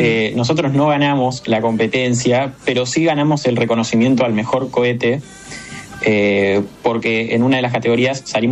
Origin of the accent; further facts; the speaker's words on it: Argentina; que para nosotros como argentinos es un logro.